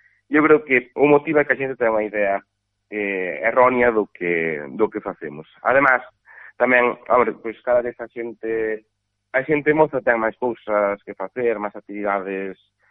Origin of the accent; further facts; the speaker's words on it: Carballo, Galicia, Spain; además eu son de aquí, pues son de Carballo, que por eso además me hace moitísima ilusión dirixir